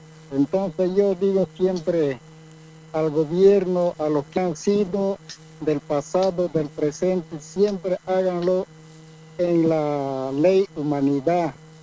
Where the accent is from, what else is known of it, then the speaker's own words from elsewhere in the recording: Santa Cruz de la Sierra, Santa Cruz, Bolivia; born there; Boliviano, y mis raíces son de Potosí, mis viejos. Y como habían llegado aquí a Santa Cruz, también pertenece a Bolivia. Y yo aquí ya nací